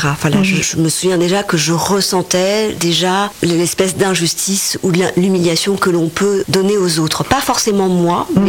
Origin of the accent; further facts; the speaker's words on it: Madagascar; born there; Je suis née à Madagascar, dans un lit, je dirais, déjà un peu conflictuel, c'est-à-dire que ma maman, elle est malgache catholique et mon papa, indien musulman.